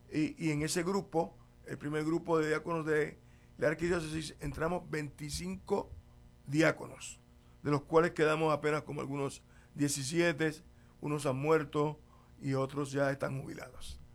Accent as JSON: {"language": "Spanish", "town": "Santa Isabel", "country": "Puerto Rico", "tie": "born or raised there", "moved": "as an adult", "said": "tengo que llevarte a mi colonia, a mi barrio de Playita Cortada. Un saludo si hay algún Santa Isabelino escuchando, de Puerto Rico. Pues soy puertorriqueño."}